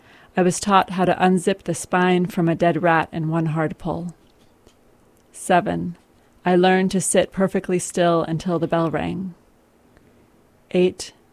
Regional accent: California, United States; moved away as an adult; now in Vermont, United States; I grew up in California.

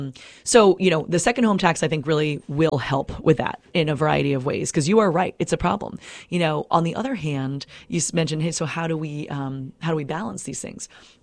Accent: Newbury, Vermont, United States; I'm from Newbury, Vermont, and all the beautiful houses around the green. It's a tiny place. It's a post office. It's a general store. It's a village green and a, you know, school.

